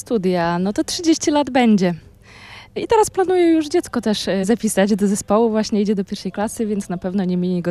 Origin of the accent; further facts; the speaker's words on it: Podlaskie Voivodeship, Poland; Dzięki tym pieśniom czuję, że pochodzę z Podlasia.